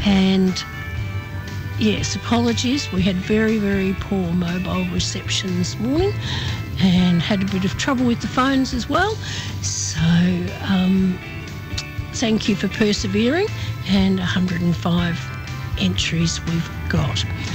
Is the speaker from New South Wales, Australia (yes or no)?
no; Horsham, Victoria, Australia; my hometown of Horsham in Western Victoria